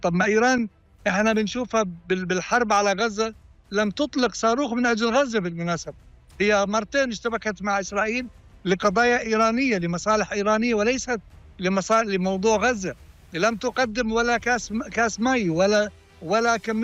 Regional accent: Jordan; عندنا بالأردن

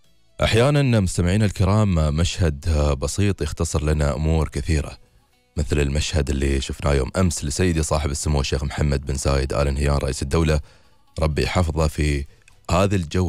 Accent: United Arab Emirates; القرب من الناس عندنا في الإمارات مو بمجرد مناسبة ولا شعار، هو نهج تربينا عليه

